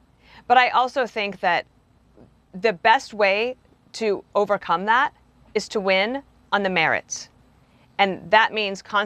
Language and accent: English; New York City, New York, United States; as a New Yorker